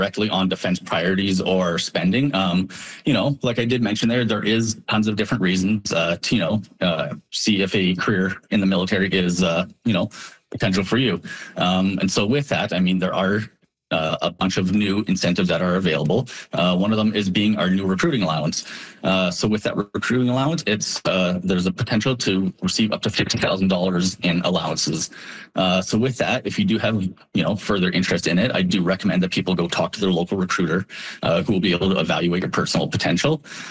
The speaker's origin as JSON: {"language": "English", "town": "Regina", "region": "Saskatchewan", "country": "Canada", "said": "So I'm actually originally from Regina, and it's nice to be back home now, actually recruiting and working here in my community, letting everybody know."}